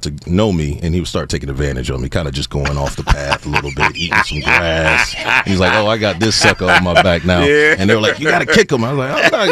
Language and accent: English; San Antonio, Texas, United States; I'm from San Antonio